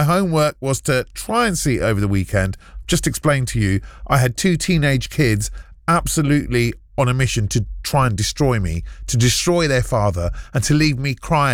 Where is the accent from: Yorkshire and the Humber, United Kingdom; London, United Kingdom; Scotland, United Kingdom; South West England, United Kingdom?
London, United Kingdom; Hounslow; I'm from Hounslow. I am Punjabi.